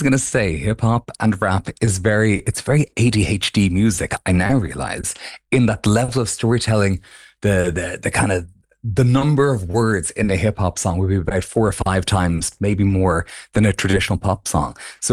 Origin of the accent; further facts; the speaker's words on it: Ireland; Growing up in Ireland, in my specific area, again, I was a child